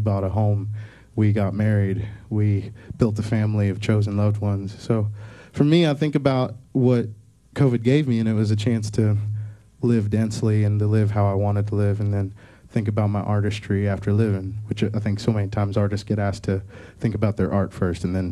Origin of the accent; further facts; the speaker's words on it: Hurricane, West Virginia, United States; I told him I was from Hurricane. He said Hurricane, and I said, "No, excuse me, sir, it's pronounced Hurricane."